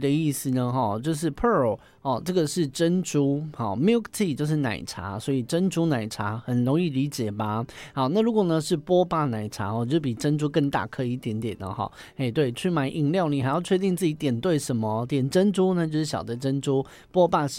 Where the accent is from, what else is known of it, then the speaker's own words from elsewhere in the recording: Taichung, Taiwan; 好，这个就是爱讲到台中啊，就是温岛啦，我的家乡。